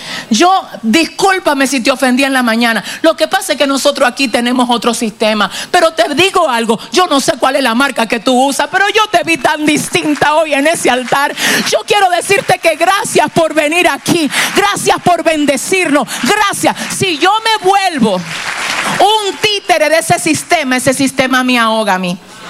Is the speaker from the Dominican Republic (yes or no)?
yes; Sabana Perdida, Santo Domingo, Dominican Republic; yo vengo de Sabana Perdida a la ciudad